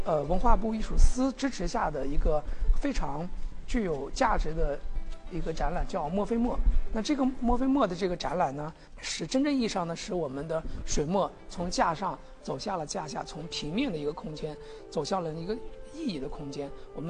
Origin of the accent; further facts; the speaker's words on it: Shenzhen, Guangdong, China; 我们深圳人